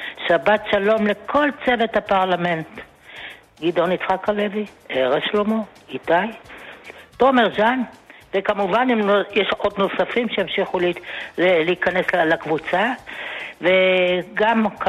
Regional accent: Haifa, Haifa District, Israel; born there; נולדתי בבית חולים רמב״ם, ולבן שלי קראו רמב״ם, כי הייתי בשמירת הריון.

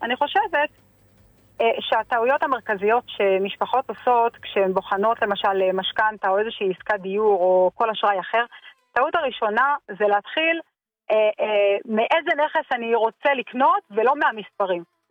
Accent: Northern Israel, Israel; זה מה שקורה אצלנו בצפון.

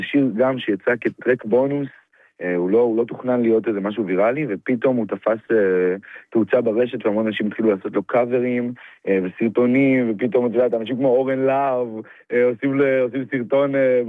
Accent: Jerusalem, Jerusalem District, Israel; אני גדלתי בבית דתי, גדלתי בבית דתי לאומי בירושלים. היום אני באיזשהו חיפוש קצת שונה, אבל אני עדיין שומר מסורת, מסתובב עם כיפה, כן.

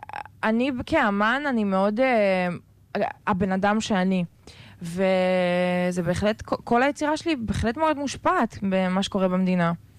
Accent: Netivot, Southern District, Israel; moved away as an adult; now in Tel Aviv, Israel; כן, גדלתי ונולדתי בנתיבות.

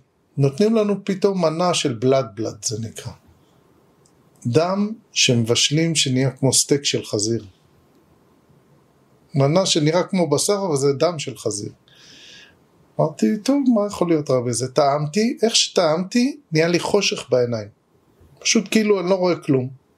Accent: Jerusalem, Jerusalem District, Israel; כן, אני מזרחי ירושלמי, והיא מזרחי הצפתי.

